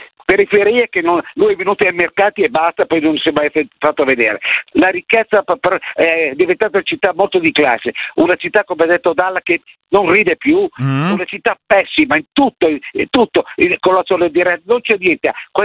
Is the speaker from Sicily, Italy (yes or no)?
no; Milan, Lombardy, Italy; born there; io sono nato a Milano a 81 anni, sono nato in Corso Garibaldi nel 95